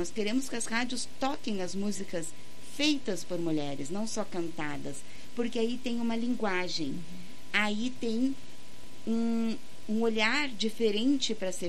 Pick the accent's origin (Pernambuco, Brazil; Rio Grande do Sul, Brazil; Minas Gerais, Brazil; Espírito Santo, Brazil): Rio Grande do Sul, Brazil; Uruguaiana; eu, que sou originária de Uruguaiana, tá? Nasci no mesmo ano da Califórnia, da canção nativa, amo a música nativista, né? Venho desse mesmo berço. Essas são minhas influências, são minhas raízes principais.